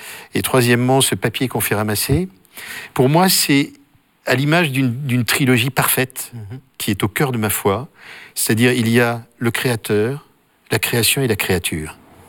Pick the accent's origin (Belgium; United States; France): France; Paris, Île-de-France; moi j'ai passé mon enfance à Paris.